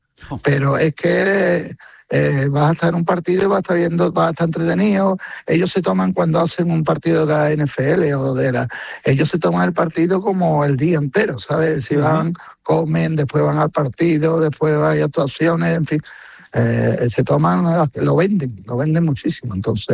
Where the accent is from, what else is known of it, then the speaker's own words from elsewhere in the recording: Spain; Para que nadie se enfade de la pasión roja española, porque somos españoles